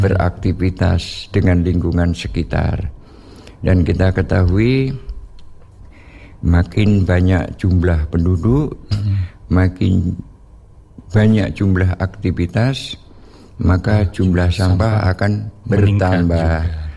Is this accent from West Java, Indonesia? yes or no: no; Tarakan, North Kalimantan, Indonesia; born there; also born or lived in Balikpapan / Bunyu; Saya lahir di Tarakan.